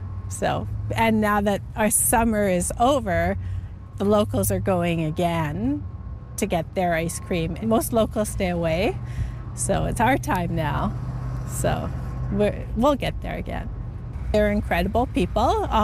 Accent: Revelstoke, British Columbia, Canada; now in Sicamous, Canada; Growing up in Revelstoke, every time we drove through Sikkimoose, we would stop for ice cream.

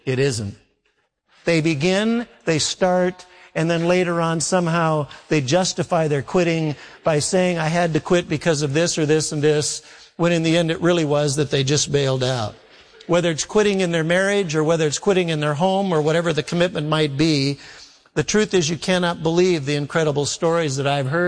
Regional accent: Minneapolis, Minnesota, United States; moved away; I'm from Minneapolis

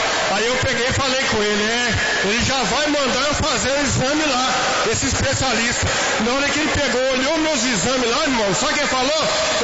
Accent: Abaeté, Minas Gerais, Brazil; now in Belo Horizonte, Brazil; eu tô morando aqui, eu sou lá de Abaeté

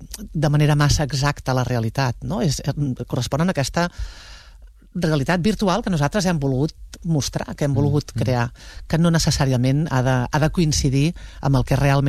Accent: Prats de Lluçanès, Catalonia, Spain; Clar, tio, és que jo soc de Prats de Lluçanès.

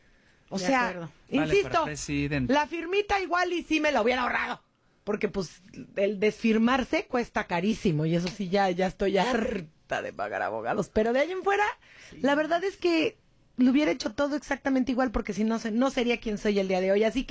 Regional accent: Mexico; que si españoles, que si indígenas, somos mexicanos, señoras y señores, y basta

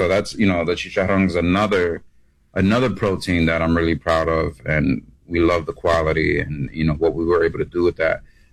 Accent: New York City, New York, United States; Well, I feel like I'm from New York, so I feel like I'm from New York.

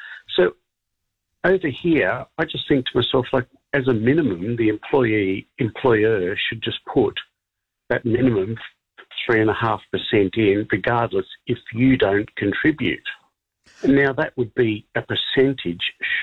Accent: Australia; now in New Zealand; Yes. Hey, so I'm an Aussie living over here and loving it.

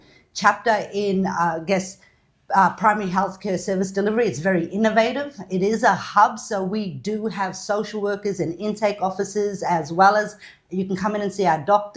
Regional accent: Queensland, Australia; My mob, I'm a proud Kukuyalanji woman, also Yitawara and Gugu Yitama.

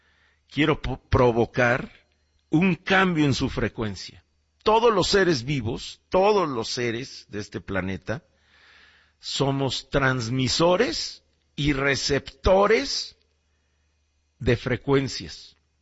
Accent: Mexico

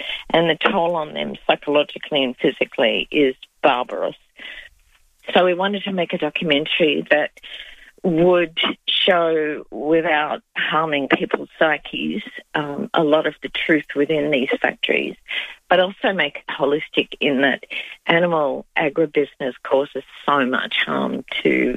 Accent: Adelaide, South Australia, Australia; moved away; Adelaide is my hometown

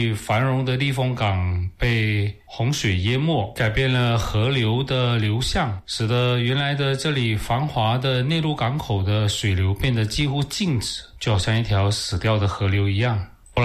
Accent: Johor, Malaysia

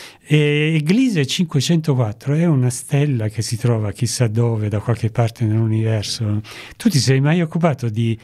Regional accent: Foggia, Apulia, Italy; Io sono di Foggia, quindi nord-sud della Puglia, va bene?

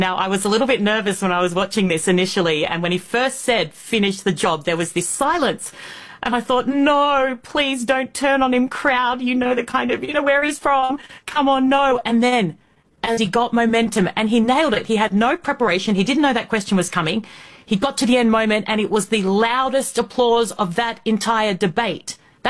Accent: Australia; Yes, I'm an Aussie, but I make a show, the … Show, that is for America

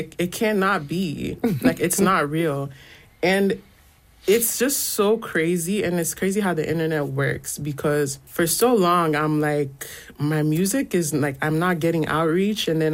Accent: Nigeria; English is a second language; My mom would always bump … back home, which was so foreign because I'm Nigerian, and for the music to get all the way there at such a young age, too

